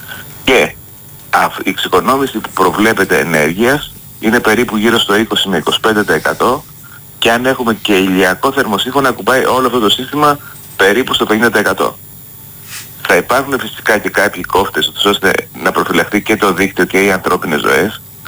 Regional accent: Greece; γιατί είμαστε ωραίοι ως Έλληνες

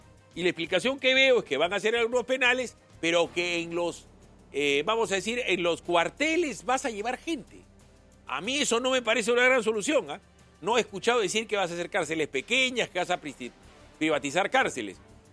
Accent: Peru

